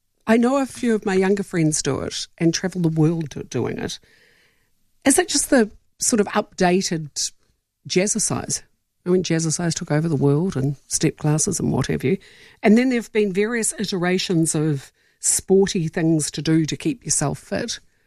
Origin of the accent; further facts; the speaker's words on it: New Zealand; I travelled for work in my youth and returned because I'm a New Zealander and wanted to contribute to this country's future.